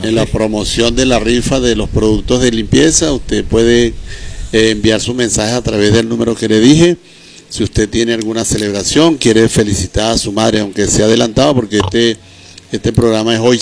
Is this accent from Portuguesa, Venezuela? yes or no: yes; Guanare, Portuguesa, Venezuela; yo soy de Guanare y el paisano era de Acarigua.